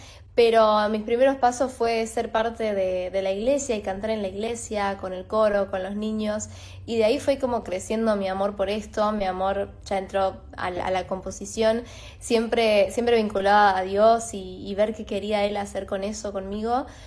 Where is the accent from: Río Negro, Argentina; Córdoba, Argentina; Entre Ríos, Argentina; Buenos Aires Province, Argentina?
Córdoba, Argentina; Sí, soy argentina, de Córdoba, de hecho.